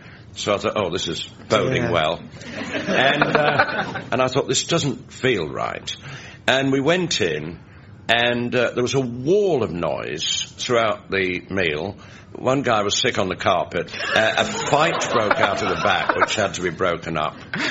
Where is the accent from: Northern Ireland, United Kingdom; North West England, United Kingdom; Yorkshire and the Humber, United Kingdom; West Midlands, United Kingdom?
Yorkshire and the Humber, United Kingdom; Leeds; moved away; My first job was 1956 at the City Varieties in Leeds, my hometown.